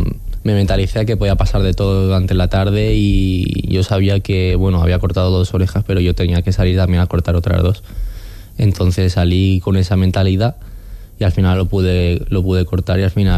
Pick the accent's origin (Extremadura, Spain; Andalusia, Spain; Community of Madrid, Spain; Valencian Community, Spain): Valencian Community, Spain; aprovechando que soy valenciano